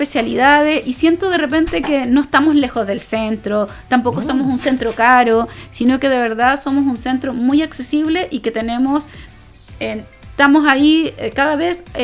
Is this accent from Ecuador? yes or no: no; Arica, Arica y Parinacota, Chile; now in Santa Cruz, Chile; Yo soy de Arica y claramente llevo ya 18 años aquí en la región Santa Cruz